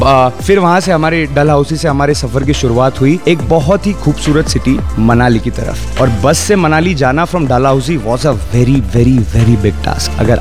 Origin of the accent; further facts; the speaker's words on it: Indore, Madhya Pradesh, India; हम जो है इंदौर के रहने वाले हैं